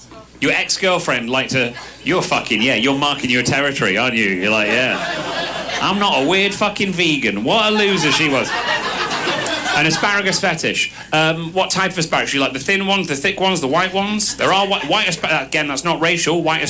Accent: United Kingdom; I'm British.

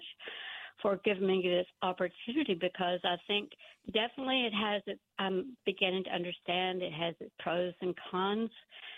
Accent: Texas, United States; born there; and no, I was born in East Texas, where my grandmother raised 7 children, who was from Alabama.

